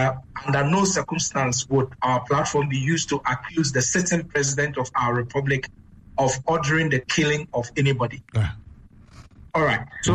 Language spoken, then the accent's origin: English; Ashanti, Ghana; he knows that I am from the Ashanti region.